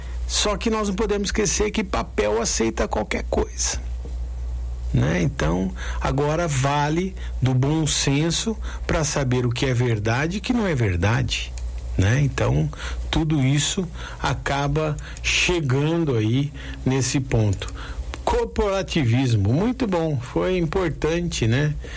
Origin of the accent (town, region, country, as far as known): Brazil